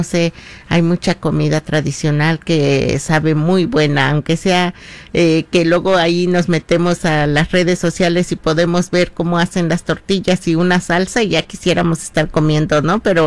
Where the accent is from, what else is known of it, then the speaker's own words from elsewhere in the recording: Oaxaca, Mexico; Que sí somos oaxaqueños.